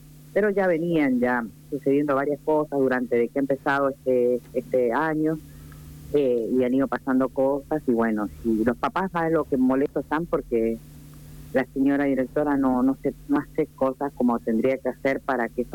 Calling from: Las Lagunas, Media Agua, San Juan, Argentina; están los de acá, del distrito acá, de la comunidad de Las Lagunas

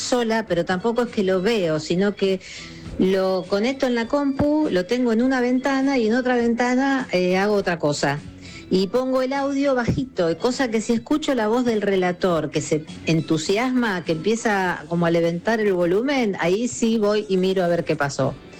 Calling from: Buenos Aires, Argentina; de Almagro

